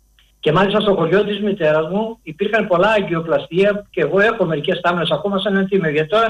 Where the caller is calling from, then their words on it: Vilia, Attica, Greece; also born or lived in Crete; Είμαι από το Βιλιά. Κατάγομαι από την Κρήτη βέβαια.